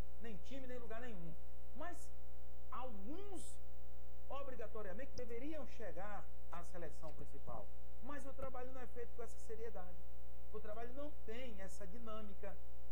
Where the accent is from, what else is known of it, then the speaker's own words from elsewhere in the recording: Brazil; para nós brasileiros